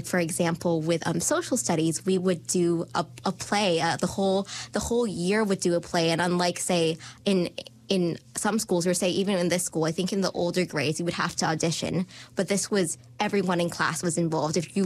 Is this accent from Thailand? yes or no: yes; Thailand; English is a second language; also born or lived in Malaysia / Egypt; In my case, I was born in Thailand to Thai parents, but then at around age six, because of my dad's job, we moved to Malaysia and lived there for 4.5 years. And then we moved to Egypt and stayed there for 2.5 years. And then we repatriated to Thailand.